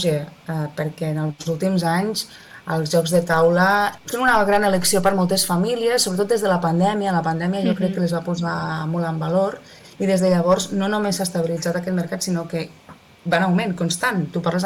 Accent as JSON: {"language": "Catalan", "town": "Maials", "region": "Catalonia", "country": "Spain", "tie": "born there", "said": "jo sóc nascuda a Maials, un poble del Segrià, que no arriba als 1.000 habitants"}